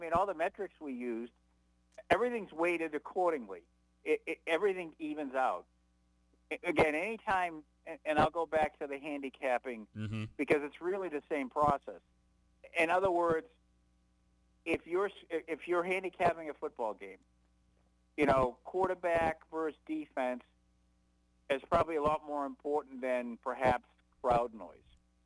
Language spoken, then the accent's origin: English; Massachusetts, United States; I'm from Massachusetts.